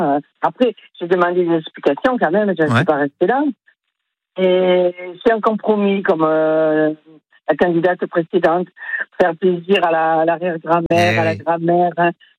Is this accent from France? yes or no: yes; Marseille, Provence-Alpes-Côte d'Azur, France; born there; Mais je suis née à Marseille